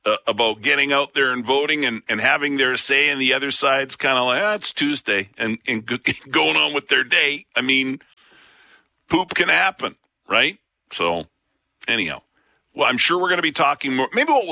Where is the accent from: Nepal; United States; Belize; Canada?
Canada; Alberta; I mean, I know growing up in Alberta, even back then, I know there's always been this undercurrent of, you know, the rest of Canada doesn't appreciate us.